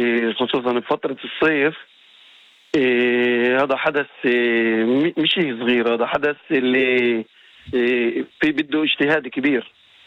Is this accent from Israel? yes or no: yes; Acre, Northern District, Israel; عندنا بعكة